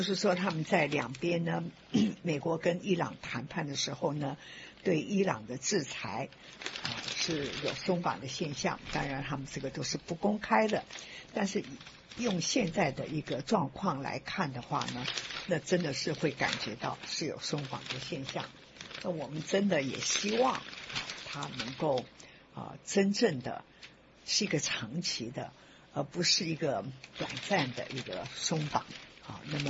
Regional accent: China; 因为我们中国人嘛，我每次都讲说中国人讲的是君无戏言

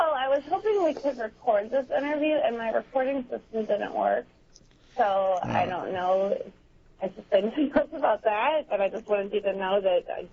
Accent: St. Louis, Missouri, United States; I grew up in St. Louis, Missouri.

